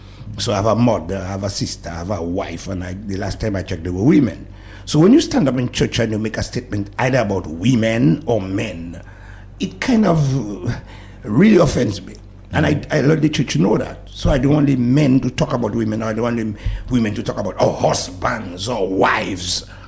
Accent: Dominica; I grew up telling everybody, I'm from Dubik.

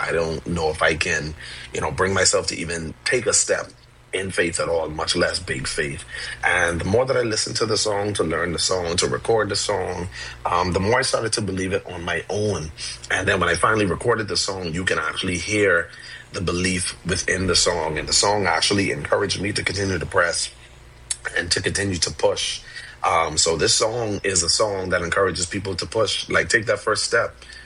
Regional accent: Nassau, New Providence, Bahamas; I am a Bahamian. I've been born and raised in Nassau, Bahamas.

